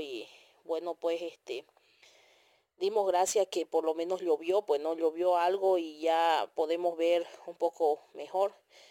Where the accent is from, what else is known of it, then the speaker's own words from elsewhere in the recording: San José de Chiquitos, Santa Cruz, Bolivia; soy presidenta de la Organización de Mujeres Indígenas de la Comunidad San Juan de Chiquitos, de la TCO Turboeste, municipio de San José de Chiquito, del departamento de Santa Cruz.